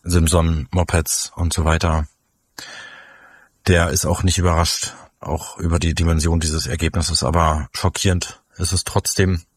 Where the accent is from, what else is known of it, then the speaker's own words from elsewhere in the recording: Halberstadt, Saxony-Anhalt, Germany; moved away as an adult; Ich bin ja auch in Halberstadt aufgewachsen, nach dem Abitur weggegangen